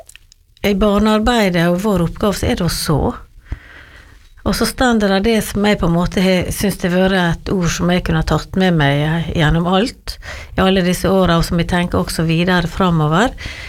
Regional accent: Giske, Møre og Romsdal, Norway; jeg vokste opp på Giske da, selv om jeg var nesten 8 år før jeg kom dit.

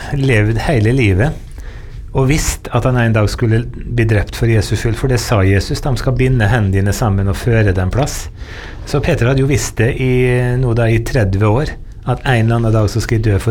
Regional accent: Møre og Romsdal, Norway; For at der jeg kommer fra, så sier vi ikke kjæringa, vi sier kjæring. Med dobbel der og fykkelig. Ja, men det er sant, vi sier det på Sunnmøre kjæring

